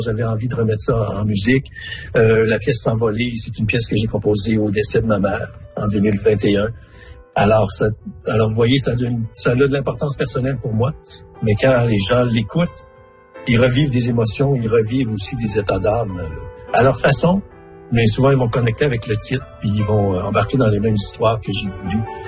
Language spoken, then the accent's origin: French; Smooth Rock Falls, Ontario, Canada; born or raised there